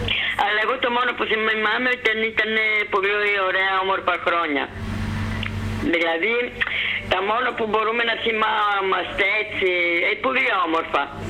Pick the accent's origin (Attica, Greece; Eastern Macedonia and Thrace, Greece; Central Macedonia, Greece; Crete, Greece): Central Macedonia, Greece; born there